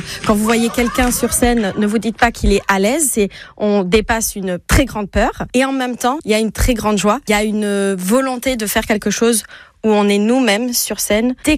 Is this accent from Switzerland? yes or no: no; Toulouse, Occitanie, France; also born or lived in Charente-Maritime; now in Bordeaux, France; j'ai 38 ans. J'ai grandi à Toulouse, mais ça fait 12 ans que je suis bordelaise et ma famille vient de Charente-Maritime, donc c'est la Nouvelle-Aquitaine.